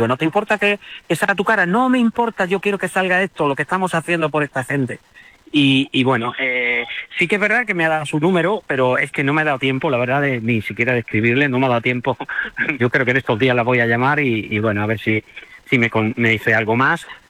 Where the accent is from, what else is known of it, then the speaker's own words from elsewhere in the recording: Ceuta, Spain; una ciudad como Ceuta, que es una ciudad donde nos hemos criado, lo que somos ceutíes